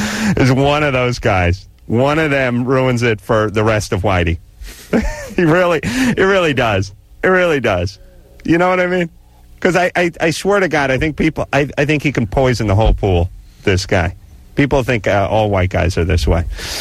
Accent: North Hollywood, California, United States; Now listen, I'm a white guy. I'm from North Hollywood.

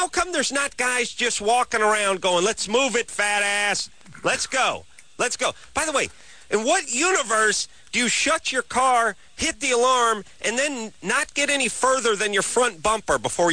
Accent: North Hollywood, California, United States; My hometown, NoHo.

